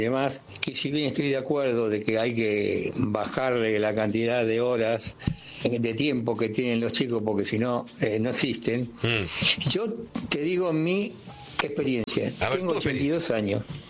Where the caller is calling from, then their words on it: Lugano, Buenos Aires, Argentina; de Lugano.